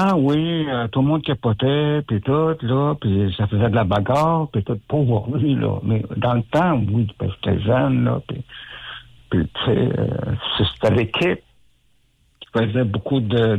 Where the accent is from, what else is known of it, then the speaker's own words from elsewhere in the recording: Neuville, Quebec, Canada; born there; Je suis né à Québec, à Neuville.